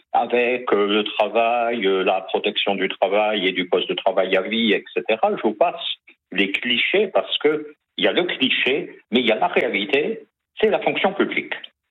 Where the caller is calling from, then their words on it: Île-de-France, France; j'ai 63 ans et je suis en Île-de-France.